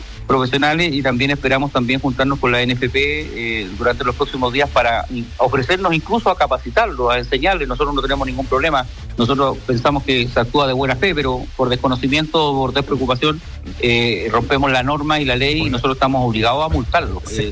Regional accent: Chillán, Ñuble, Chile; yo soy de regiones, usted sabe, yo soy de Chillán

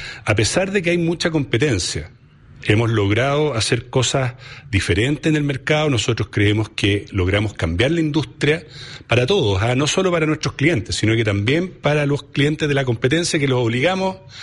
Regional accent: Chile; moved away as an adult; now in Peru; si bien puedo ser yo chileno

